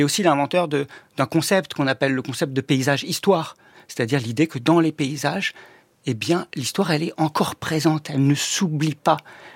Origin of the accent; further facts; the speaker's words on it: Auvergne-Rhône-Alpes, France; also born or lived in Lyon; Alors, moi j'ai grandi, enfin je suis né à Lyon, et j'ai grandi à côté d'une centrale nucléaire, la centrale nucléaire de Crémalville, qu'on surnommait Super Phoenix. Donc on est dans le Nord-Isère, tout proche d'un fleuve, le Rhône